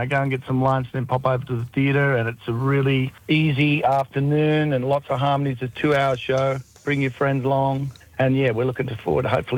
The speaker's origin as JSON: {"language": "English", "town": "Bega", "region": "New South Wales", "country": "Australia", "tie": "born or raised there", "moved": "yes", "lives_now": "Orange, Australia", "said": "We grew up on the South Coast down near Bega. Gravitated out towards Orange. Eventually, all three of us live out here now."}